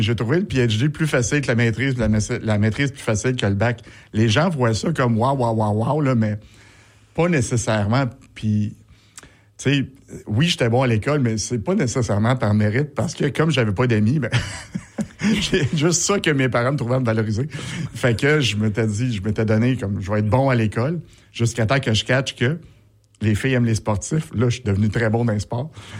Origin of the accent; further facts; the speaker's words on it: Verdun, Quebec, Canada; born there; also born or lived in Cornwall / Laval; On était en Ontario, Cornwall, je suis né à Verdun, on était à Laval, on s'est promené pas mal.